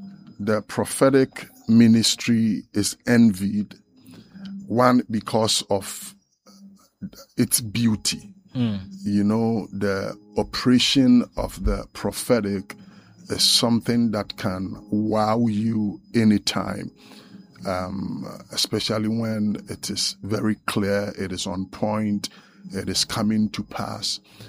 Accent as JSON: {"language": "English", "town": "Cape Coast", "region": "Central Region", "country": "Ghana", "tie": "born or raised there", "said": "Okay, so I was born right here in Cape Coast."}